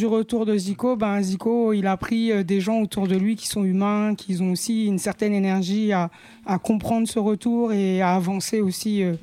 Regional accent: Paris, Île-de-France, France; also born or lived in Brittany; Moi, je suis une rappeuse de la région parisienne. Je ne vais pas parler 93, 95 ou quoi. Moi, je suis de Paname. J'ai déménagé pendant 10 ans, j'étais en Bretagne.

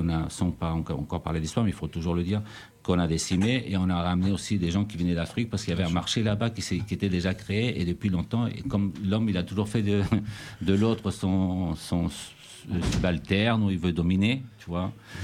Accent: Chile; Moi, en tant que là, Chilien, par rapport à d'où je viens d'Amérique du Sud

